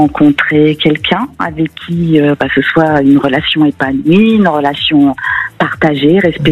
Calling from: Pau, Nouvelle-Aquitaine, France; j'appelle de Pau.

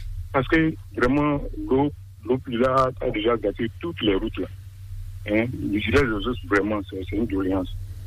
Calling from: Cotonou, Littoral, Benin; Je vous appelle depuis Cotonou.

